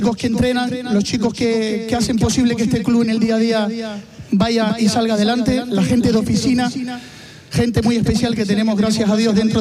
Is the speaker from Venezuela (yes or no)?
no; Canary Islands, Spain; Y ahora aquí hay gente al frente que somos canarios, somos tinerfeños y creemos en ellos.